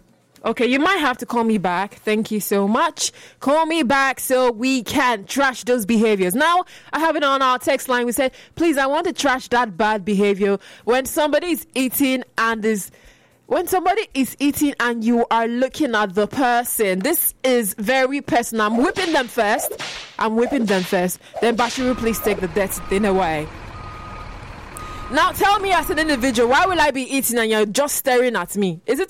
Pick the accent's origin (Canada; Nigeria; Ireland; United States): Nigeria; as a Nigerian